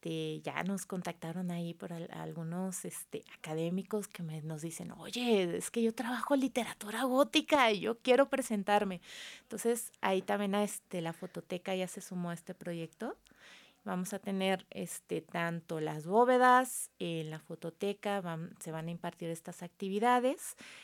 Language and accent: Spanish; Mexico City, Mexico; moved away as an adult; now in Zacatecas, Mexico; Yo soy de Ciudad de México.